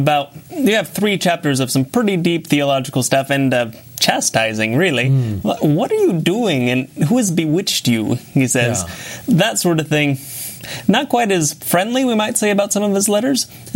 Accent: Portland, Oregon, United States; And I'm actually from Portland, Oregon, so northwestern part, larger city, a little more urban

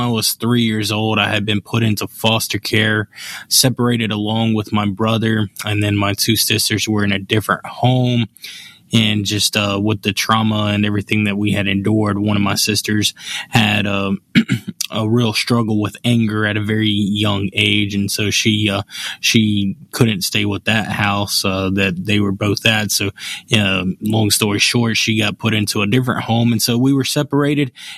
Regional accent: Birmingham, Alabama, United States; so I grew up in West End in Birmingham, and if you know anything about that area, it was a place, it's a place that's not very safe

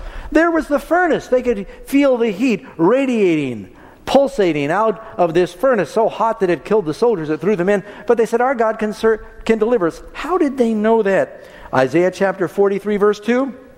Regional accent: New York City, New York, United States; I grew up in New York City

